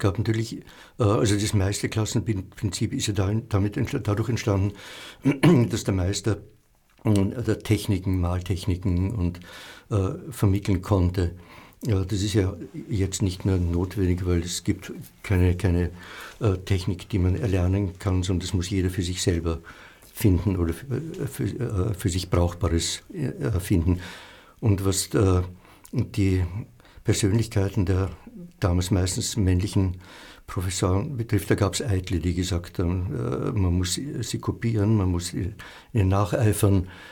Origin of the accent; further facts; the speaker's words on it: Salzburg, Austria; now in Vienna, Austria; Wie ich nach Wien gekommen bin, aus Salzburg, wollte ich keinen See und keine Natur und keine Berge.